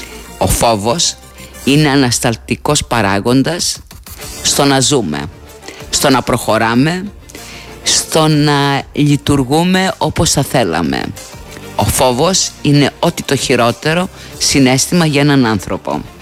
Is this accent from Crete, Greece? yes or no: yes; Crete, Greece; μου θυμίζει πολύ έντονα την πατρίδα μου, την Κρήτη.